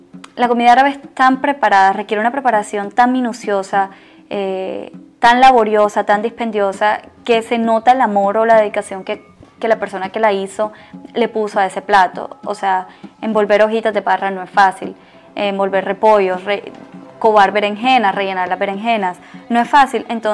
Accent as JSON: {"language": "Spanish", "town": "Barranquilla", "region": "Atlántico", "country": "Colombia"}